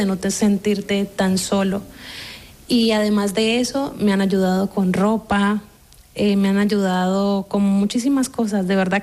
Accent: Colombia; moved away as an adult; now in Spain; de Colombia. Tengo 28 años

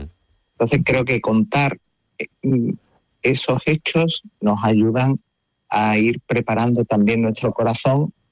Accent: Ceuta, Spain; Mi pueblo de Ceuta es muy peculiar porque es un cruce de cultura, de religiones, pero son todos personas.

